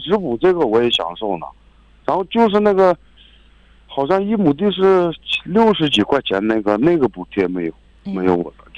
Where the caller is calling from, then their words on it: Morin Dawa Daur Autonomous Banner, Inner Mongolia, China; 我是莫旗巴彦乡的。